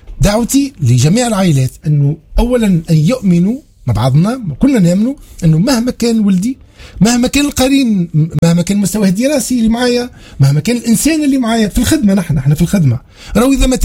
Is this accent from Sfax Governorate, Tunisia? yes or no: yes; Sfax, Sfax Governorate, Tunisia; سوق عندنا في صفاقس هنا